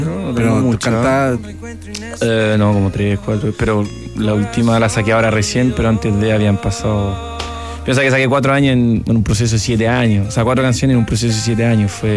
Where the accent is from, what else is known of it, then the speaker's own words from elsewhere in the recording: French Polynesia; now in Concón, Chile; cuando me crié en Tahiti, todo música